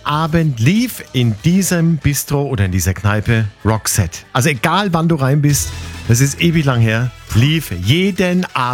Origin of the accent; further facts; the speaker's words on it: Stegaurach, Bavaria, Germany; born there; Ich komme aus Stegaurach